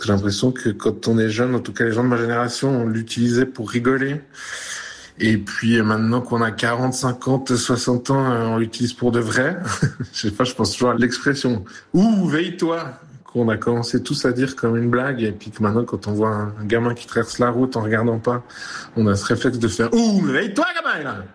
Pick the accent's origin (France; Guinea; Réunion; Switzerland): Switzerland; Vaud; pays de Vaud. Ma relation à mon accent est bonne. On s'entend assez bien, lui et moi.